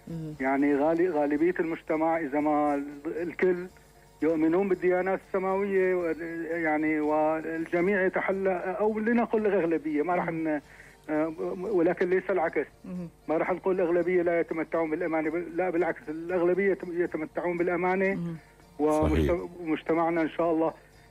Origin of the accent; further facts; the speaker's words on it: Syria; بلدنا سوريا